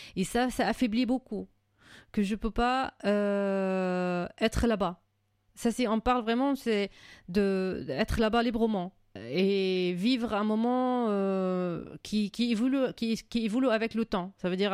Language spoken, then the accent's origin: French; Syria; French is a second language; moved away as an adult; now in France; Ça fait 16 ans que je suis en France, je pense. Je pouvais retourner, j'ai pu retourner quand même 4 fois en Syrie.